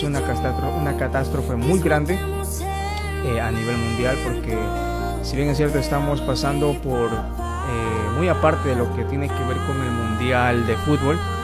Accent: Ecuador; los que somos acá ecuatorianos

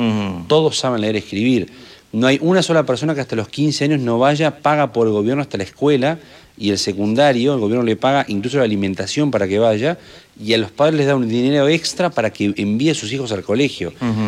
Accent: Montevideo, Uruguay; Yo vengo de Uruguay. Yo crecí en Montevideo, en la capital, que es la que concentra la mitad de la población prácticamente.

